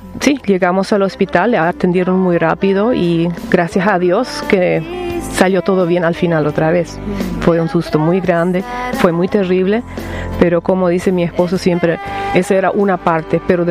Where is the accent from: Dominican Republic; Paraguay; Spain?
Paraguay; del Paraguay.